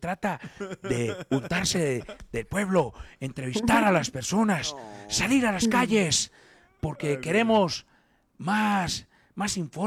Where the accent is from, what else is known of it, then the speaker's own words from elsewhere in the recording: Colombia; somos colombianos.